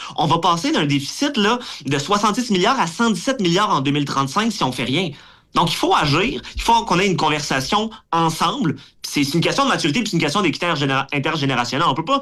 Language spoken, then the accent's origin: French; Quebec, Canada; en tant que Québécois, en tant que Canadien